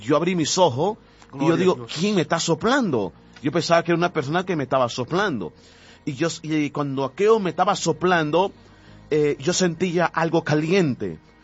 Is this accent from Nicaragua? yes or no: yes; Nicaragua; y yo me acuerdo que los compañeros de clase se apartaban de mí porque hedía, y allá en Nicaragua, en mi país, se le llaman mosca cuando alguien algo hiere, mal olor.